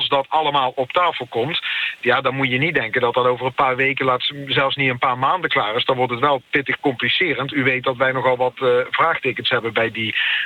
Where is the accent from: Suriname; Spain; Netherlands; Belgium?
Netherlands; Limburg; ik ben Limburger